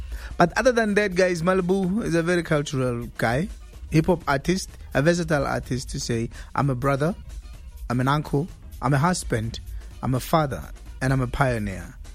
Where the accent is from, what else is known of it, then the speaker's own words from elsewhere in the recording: South Africa; first language Sepedi; English is a second language; Look, using my mother tongue itself, Sepedi, it's a barrier itself from the get-go.